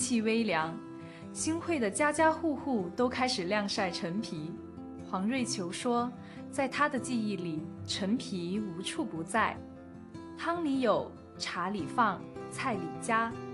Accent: Macau; 长在中国澳门，祖籍在广东江门。

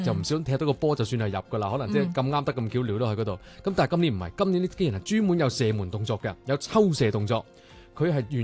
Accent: Guangdong, China; 我作為一個廣東人，好中意呢個數字

